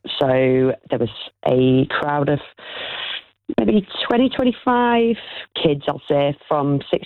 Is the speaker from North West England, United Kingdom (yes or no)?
yes; North West England, United Kingdom; moved away as an adult; also born or lived in London; now in Harrogate, United Kingdom; Try growing up in Cumbria.